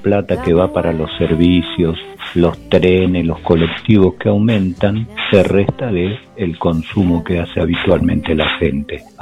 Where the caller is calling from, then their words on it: Quilmes, Buenos Aires Province, Argentina; de Quilmes.